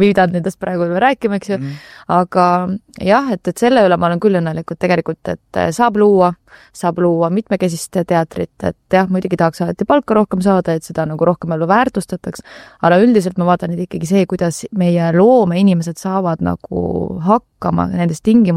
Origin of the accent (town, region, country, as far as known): Tallinn, Harju County, Estonia; born or raised there